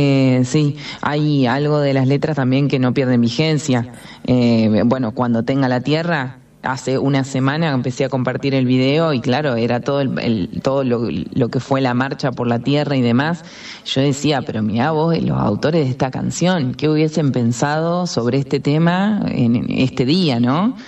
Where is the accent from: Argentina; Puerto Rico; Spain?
Argentina; General Belgrano, Buenos Aires Province; Yo soy de General Belgrano, provincia de Buenos Aires, y el Festival de Folclore y Tango se para 3 días al pueblo y cierran todos los boliches. O sea, mira, yo tengo 35 años